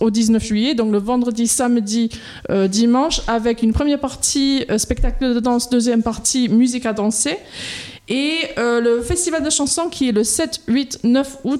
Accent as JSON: {"language": "French", "region": "England", "country": "United Kingdom", "second_language": "French", "lives_now": "Toulouse, France"}